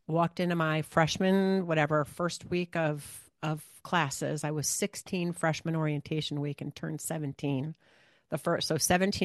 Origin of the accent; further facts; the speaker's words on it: Michigan, United States; also born or lived in Ohio; so I grew up in Michigan and Ohio. And when I was really young, I wanted to be a rabbi.